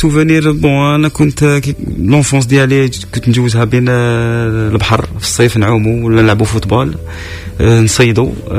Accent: Algeria; انا يا وين كبرت في صدير لا ريجيون تاع الوسط بين الجزائر العاصمه تيزا

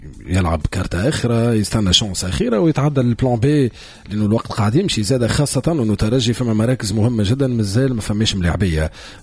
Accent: Tunisia; معناها على المواهب البرشا اللي عندنا في تونس

